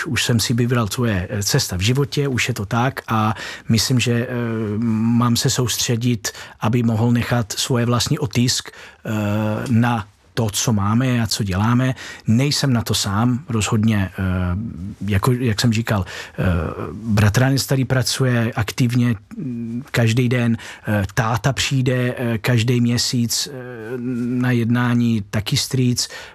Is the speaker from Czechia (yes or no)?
no; Italy; now in Czech Republic; jsem vyrostl v Itálii, kde moje jméno bylo pouze divný.